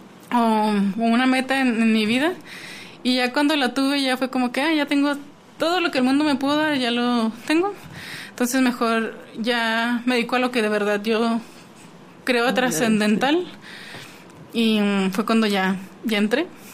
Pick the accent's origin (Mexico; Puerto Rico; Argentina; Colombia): Mexico; Ciudad Juárez, Chihuahua; Sí, yo soy de aquí de Juárez.